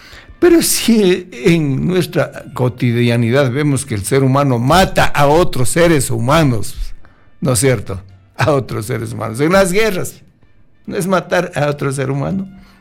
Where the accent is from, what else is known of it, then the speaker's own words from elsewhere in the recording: Riobamba, Chimborazo, Ecuador; now in Quito, Ecuador; Antes de que yo saliera de mi tierra natal, la provincia de Chimborazo, ciudad de Riobamba, y de allí una parroquia rural, San Juan, a la ciudad capital